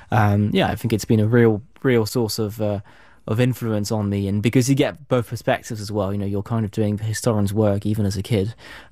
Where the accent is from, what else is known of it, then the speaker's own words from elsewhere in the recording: London, United Kingdom; born there; I was born here in London.